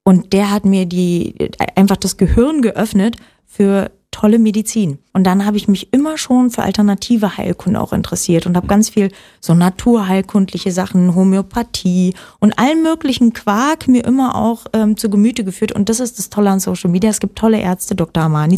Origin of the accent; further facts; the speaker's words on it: Oranienburg, Brandenburg, Germany; born there; Also ich bin in Oranienburg geboren und bin dann mit 10 auf ein Sportinternat gegangen.